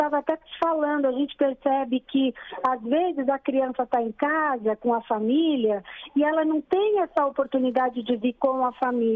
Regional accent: São Paulo, Brazil; eu sou de São Paulo

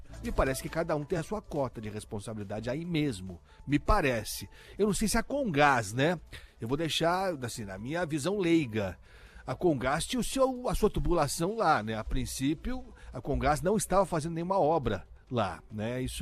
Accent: São Paulo, Brazil; Eu, como paulistano, tenho vergonha da Sabesp.

